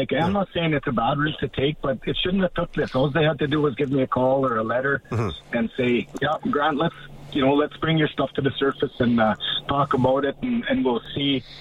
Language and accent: English; St. Paul, Alberta, Canada; St. Paul is my hometown, Courtney. Mm-hmm. Growing up in St. Paul, my relatives, my uncles, my aunties, my grandparents